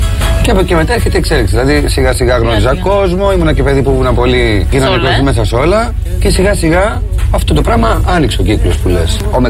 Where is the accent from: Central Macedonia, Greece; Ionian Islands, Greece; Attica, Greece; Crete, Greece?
Attica, Greece; Nikaia; εγώ ξεκίνησα από εκεί που είμαι, από την Νίκη, από μια συνοικία του Πειραιά